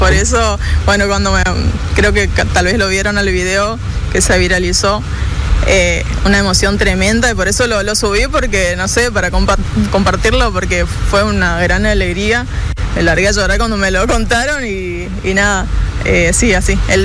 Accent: General San Martín, Chaco, Argentina; moved away as an adult; now in Resistencia, Argentina; yo soy de General San Martín, vine acá a Resistencia a estudiar abogacía

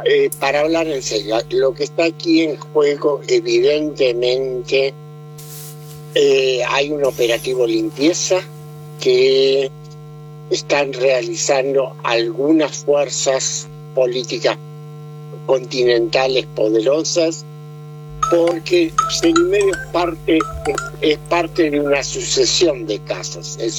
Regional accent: Buenos Aires, Argentina; hablando con un porteño

